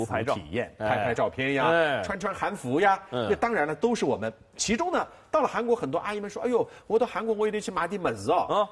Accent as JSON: {"language": "Chinese", "region": "Shanghai", "country": "China", "said": "我们上海人以前住的是石库门的房子，"}